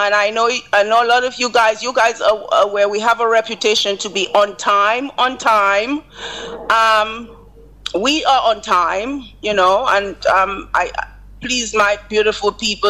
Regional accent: Dominica; moved away; I am from Dominica. My mom is from Dominica. My father is from Barbados, but I am a 200% Dominican.

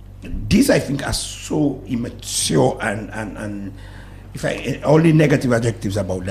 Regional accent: Dominica; I grew up telling everybody, I'm from Dubik.

